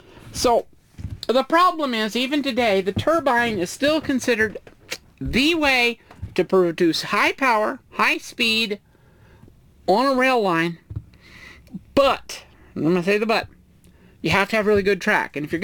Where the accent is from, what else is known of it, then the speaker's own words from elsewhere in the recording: the West, United States; I'm from the West.